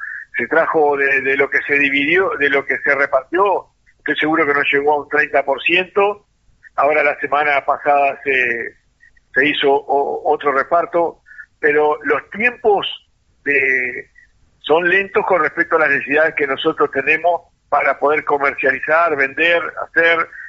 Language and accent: Spanish; Uruguay